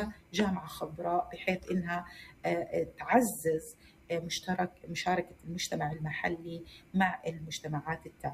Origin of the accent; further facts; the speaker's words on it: Palestine; إحنا من فلسطين